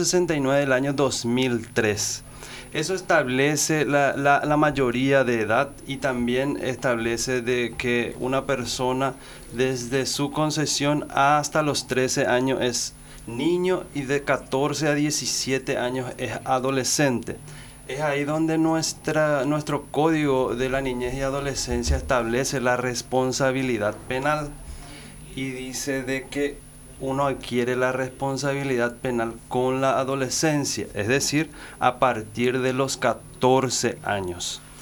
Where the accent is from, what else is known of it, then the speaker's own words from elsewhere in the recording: Asunción, Paraguay; moved away as an adult; now in Ñeembucú, Paraguay; soy de Asunción. En realidad vine hace 10 años al departamento de Ñemucú